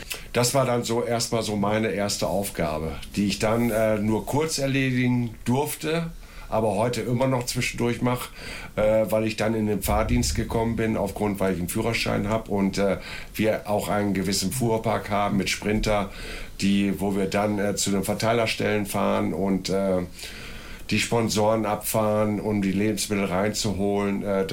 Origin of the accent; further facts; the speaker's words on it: Wilhelmshaven, Lower Saxony, Germany; born there; now in Gütersloh, Germany; Geboren in Wilhelmshaven